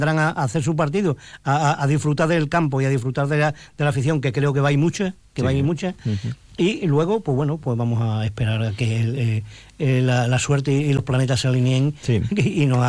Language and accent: Spanish; Badajoz, Extremadura, Spain; a todos los que somos de Badajoz